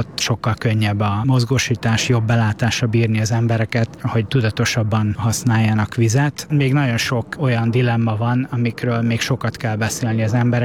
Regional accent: Óbuda, Budapest, Hungary; Igen, én óbudai vagyok, nem mondanám, hogy engem követnek, ez tulajdonképpen már az idők szava.

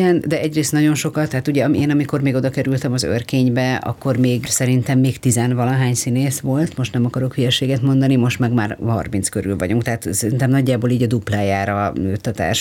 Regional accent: Hajdúhadház, Hajdú-Bihar, Hungary; én a Hajdúadházon nőttem föl, és a Debreceni Színházban volt bérletünk

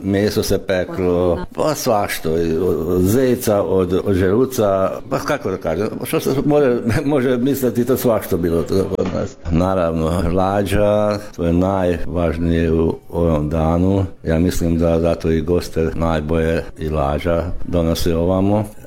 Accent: Somogy, Hungary; kod nas u Podravini gostoprimstvo, to je najvažnije.

